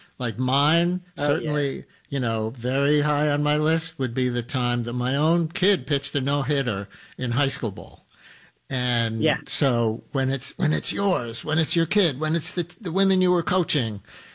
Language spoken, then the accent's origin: English; New York, United States; As a New Yorker